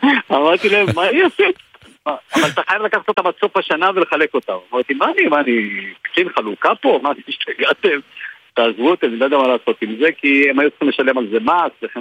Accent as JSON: {"language": "Hebrew", "region": "Northern District", "country": "Israel", "tie": "born or raised there", "said": "אני גדלתי בצפון דרך כלל, אני נולדתי במושב זה אליעזר וגדלתי והתחנכתי שם"}